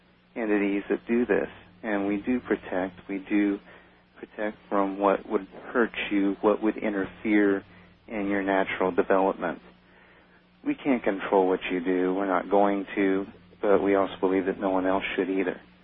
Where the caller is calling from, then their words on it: Seattle, Washington, United States; I'm calling in from Seattle.